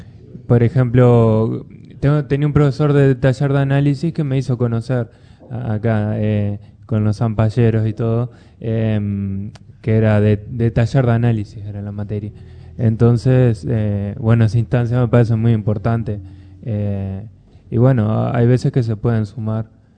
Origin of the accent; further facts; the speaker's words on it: Salto, Uruguay; moved away as an adult; yo mismo soy de Salto en realidad, y estudié en Salto y bueno, me formé todo allá y ahora estoy viviendo acá